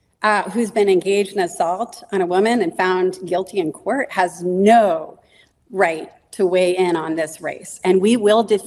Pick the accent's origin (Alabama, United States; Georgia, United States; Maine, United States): Maine, United States; Now, I grew up in Downey's, Maine, the daughter of a carpenter. I'm from the working class.